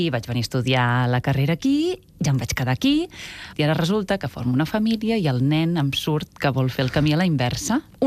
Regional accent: Torroella de Fluvià, Catalonia, Spain; born there; Vaig néixer a Torroella Fluvià, que és un poblet de l'Alt Empordà, en un veïnat molt petit que es diu Sant Tomàs de Fluvià

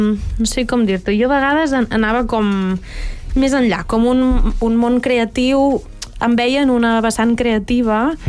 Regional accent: Valls, Catalonia, Spain; born or raised there

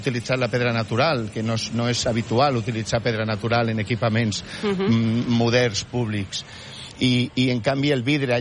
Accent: Barcelona, Catalonia, Spain; Jo vaig néixer aquí al barri, aquí al carrer. Jo jugava de petit aquí a Via Favència, quan era només terra i res més.

